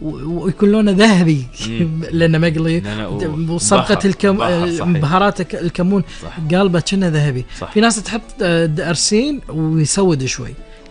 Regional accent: Kuwait; الزبيدي أهم أكلة عندنا بالكويت بالنسبة لي.

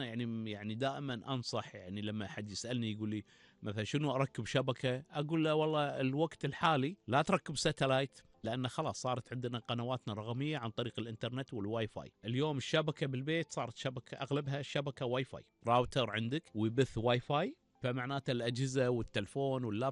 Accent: Kuwait; خاصة البيوت الذكية بدأت تنتشر عندنا بالكويت

